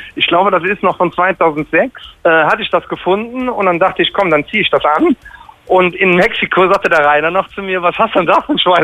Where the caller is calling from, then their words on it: Bonn, North Rhine-Westphalia, Germany; Als Bonner Junge machst du das.